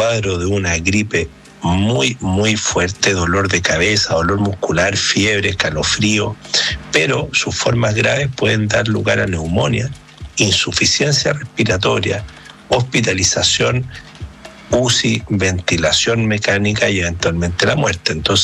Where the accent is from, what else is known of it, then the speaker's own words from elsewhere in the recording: Viña del Mar, Valparaíso, Chile; Yo en lo personal, como buen viñamarino, soy del Everton